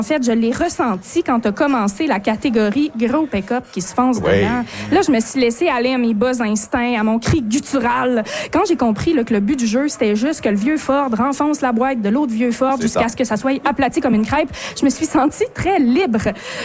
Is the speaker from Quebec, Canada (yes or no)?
yes; Quebec, Canada; Moi, je viens de là. Je viens pas des Bergeronnes, mais je viens de la Haute-Côte-Nord.